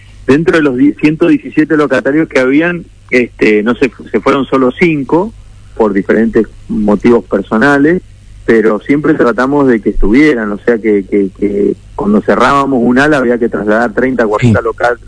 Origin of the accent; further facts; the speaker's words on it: Mendoza, Argentina; Así que muy contento, soy mendocino, soy emprendedor, sí.